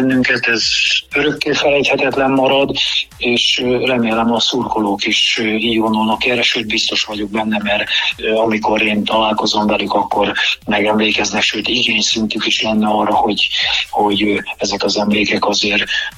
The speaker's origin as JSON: {"language": "Hungarian", "town": "Kecskemét", "region": "Bács-Kiskun", "country": "Hungary", "tie": "born or raised there", "said": "egy sportemberként, kecskeméti emberként"}